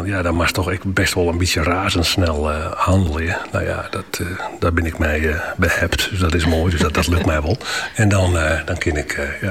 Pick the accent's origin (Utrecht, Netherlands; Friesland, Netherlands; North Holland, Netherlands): Friesland, Netherlands; Nou, ik zei uit Friesland en Nederland.